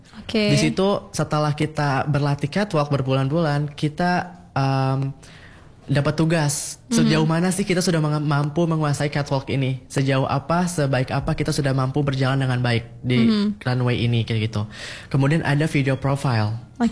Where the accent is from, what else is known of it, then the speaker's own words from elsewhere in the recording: Banten, Indonesia; kita sebagai Putra Banten